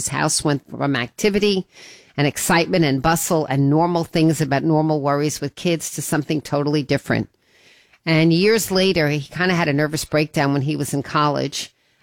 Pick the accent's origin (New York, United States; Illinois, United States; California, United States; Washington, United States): New York, United States; Woodmere; now in Westport, United States; also from my hometown, from Woodmere